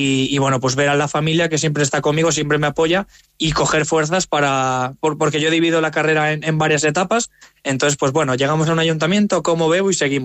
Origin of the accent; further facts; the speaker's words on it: Tarancón, Castilla-La Mancha, Spain; Pero bueno, como soy de Tarancón, pues ya me voy acostumbrando.